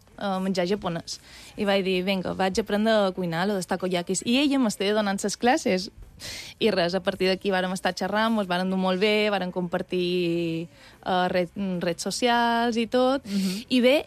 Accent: Balearic Islands, Spain; jo li deia, bé, sóc d'una illa d'Espanya, sóc de Mallorca, i...

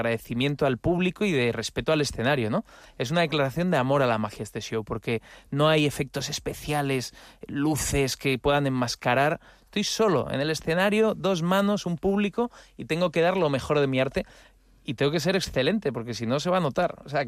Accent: Madrid, Community of Madrid, Spain

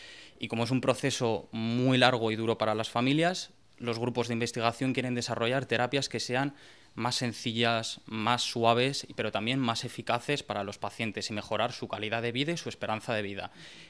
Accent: Madrid, Community of Madrid, Spain; yo hice biología en Madrid, soy madrileño, estudié en la Universidad de Alcalá

